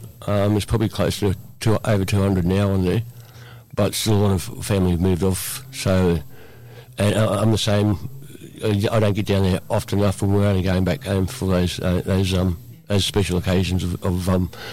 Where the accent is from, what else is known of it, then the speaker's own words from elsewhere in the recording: New South Wales, Australia; Yeah, that's home